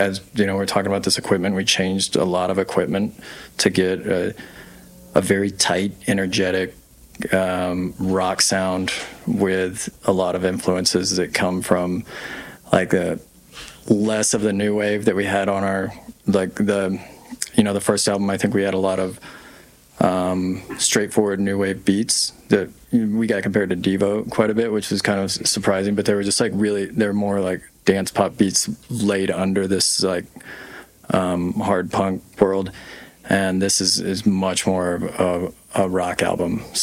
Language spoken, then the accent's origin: English; Texas, United States; I'm from North Texas